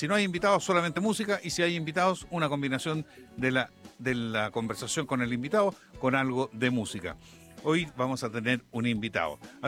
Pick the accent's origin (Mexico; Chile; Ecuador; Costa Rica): Chile; nuestro propio Chile